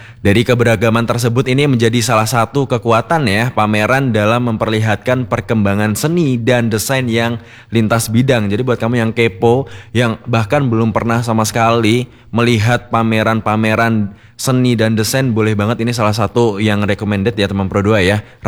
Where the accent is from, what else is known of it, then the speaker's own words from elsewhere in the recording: Surakarta, Central Java, Indonesia; kita sebagai warga Solo